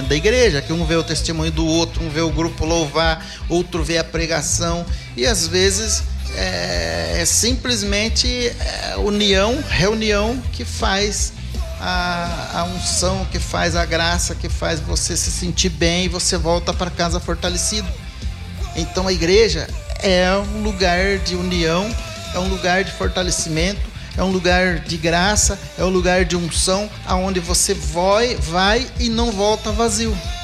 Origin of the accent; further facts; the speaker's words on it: Ribeirão Preto, São Paulo, Brazil; moved away; Lá na minha cidade, lá em Ribeirão Preto